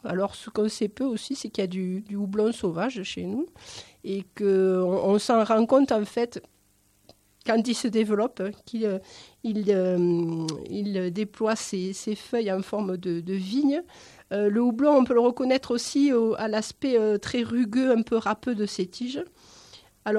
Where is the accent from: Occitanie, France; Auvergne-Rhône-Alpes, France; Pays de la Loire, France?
Occitanie, France; Nîmes; born there; moi qui viens du midi, pas du midi moins le quart, je suis née à Nîmes pour tout vous dire.